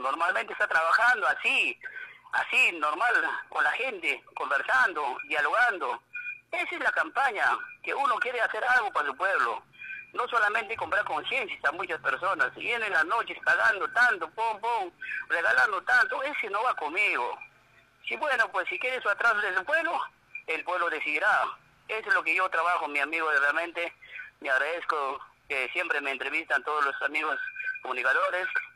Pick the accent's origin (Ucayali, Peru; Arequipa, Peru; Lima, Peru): Ucayali, Peru; Huipoca; siempre he trabajado tranquilamente en Huipoca y conozco a mi pueblo como es.